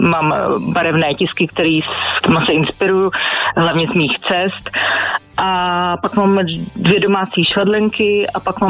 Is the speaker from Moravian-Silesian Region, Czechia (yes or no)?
no; Prague, Czechia; Já jsem z Prahy, z Modřan konkrétně.